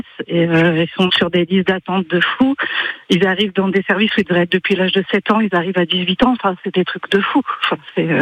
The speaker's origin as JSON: {"language": "French", "region": "Auvergne-Rhône-Alpes", "country": "France", "said": "Enfin, moi, je viens d'Auvergne, voilà."}